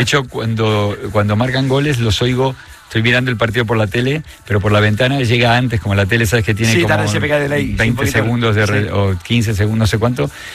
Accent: Argentina; accent: Argentine; pero también es cierto que mi acento, que a un español le parece totalmente argentino, cuando voy a Argentina es parcialmente argentino.

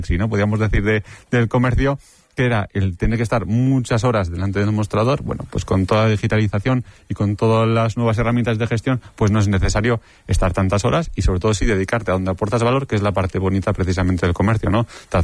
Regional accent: Estella, Navarre, Spain; Sí, pues sí, precisamente en Estella, pues muy ligada al comercio, ¿no?

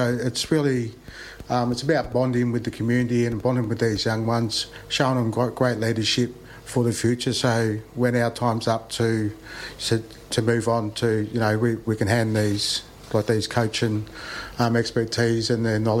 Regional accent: Victoria, Australia; now in Bendigo, Australia; I'm from Gunindjmara country

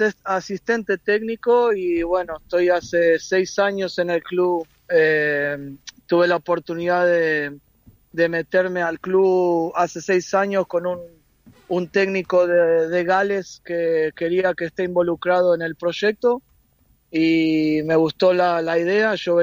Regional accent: Buenos Aires, Argentina; now in Kansas City, United States; Yo me crié en Floresta y ahí en Floresta y Villa Santa Rita

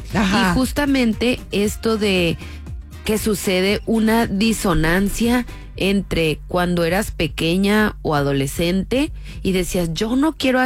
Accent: Tijuana, Baja California, Mexico; Sí, sí, sí, nací en Tijuana, pero mis padres son de Sinaloa, o sea, tengo sangre sinaloense, pero nací aquí en Tijuana, y toda la vida he vivido y estudiado y todo mi vida aquí en Tijuana. Amo Tijuana.

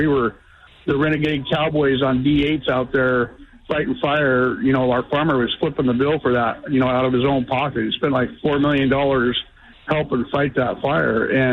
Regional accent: Wenatchee, Washington, United States; now in Sequim, United States; because I grew up in Wenatchee

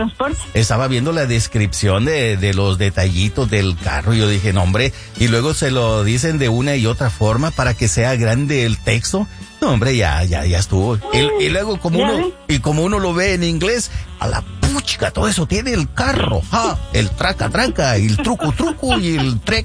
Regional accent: Italy; Es que nosotros somos de Italia, nosotros venimos comiendo todo eso, lo que es pasta.

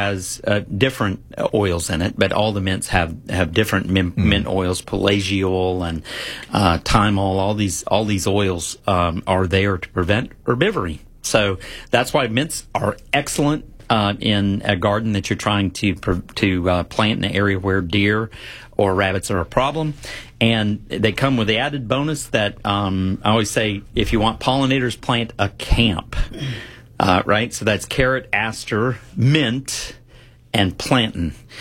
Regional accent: Sparta, North Carolina, United States; Well, I'm from North Carolina.

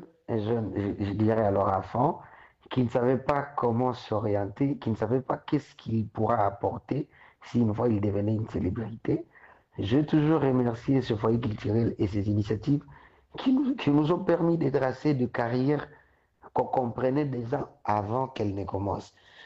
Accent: Kivu, DR Congo; Parce qu'il faut savoir que nous sommes du Kivu, nous sommes africains, nous sommes Swahili.

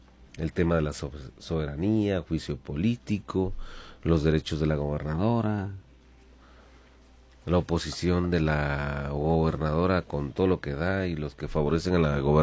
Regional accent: Mexico; somos mexicanos

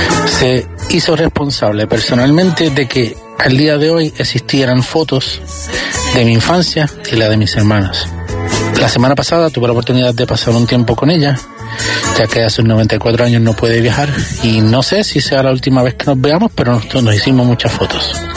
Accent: Puerto Rico; Buenas noches

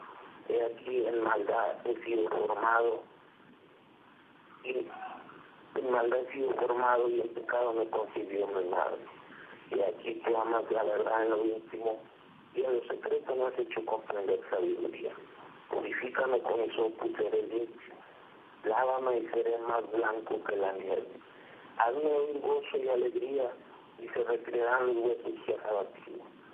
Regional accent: Mexico; cada uno de los que conformamos nuestra nación, México.

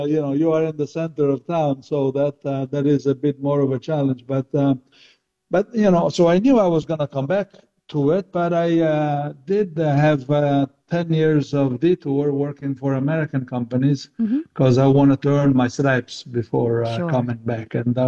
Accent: Tuscany, Italy; And growing up in Tuscany, of course, was a special place to grow up.

